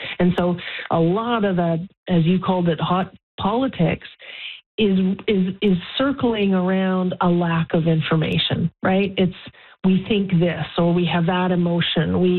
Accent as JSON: {"language": "English", "country": "Canada", "said": "I'm proudly Canadian"}